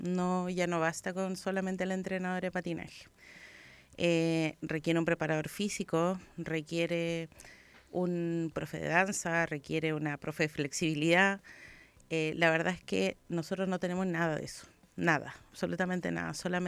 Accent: Argentina; now in San Joaquín, Chile; Yo siendo argentina

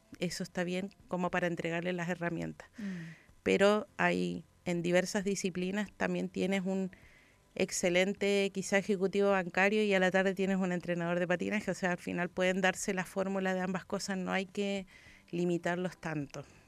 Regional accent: Chile; porque no se tiene que notar que somos de Chile.

